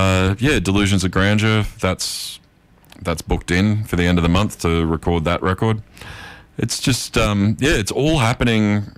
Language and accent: English; Everly, New South Wales, Australia; from Everly in New South Wales.